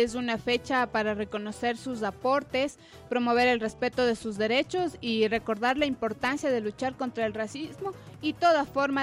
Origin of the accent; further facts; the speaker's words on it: Imbabura, Ecuador; soy de allá de Imbabura.